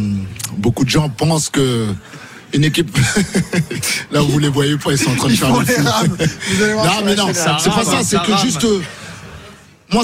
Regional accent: Senegal; Je vais parler plus du Sénégal parce que je suis sénégalais.

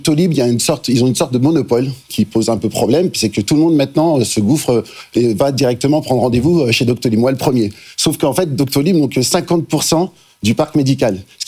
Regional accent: Lyon, Auvergne-Rhône-Alpes, France

